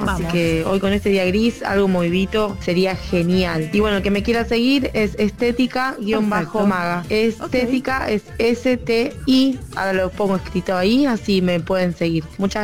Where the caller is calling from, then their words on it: Berazategui, Buenos Aires Province, Argentina; de Berazategui.